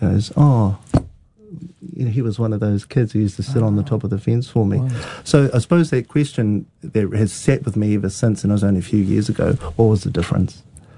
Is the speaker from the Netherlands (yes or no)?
no; Gisborne, New Zealand; I'm one of six children, born and bred in Gisborne, as we've touched on, and I suppose brought up in Kaiti, below the Titirangi Maunga there.